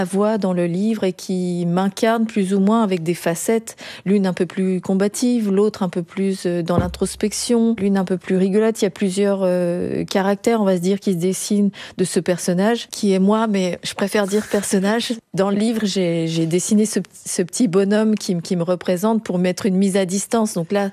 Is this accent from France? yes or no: yes; Auvergne-Rhône-Alpes, France; comme je suis de Haute-Savoie